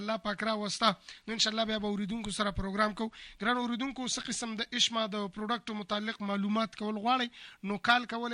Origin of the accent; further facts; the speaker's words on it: Jalalabad, Nangarhar, Afghanistan; د افغانستان جلال آباد نه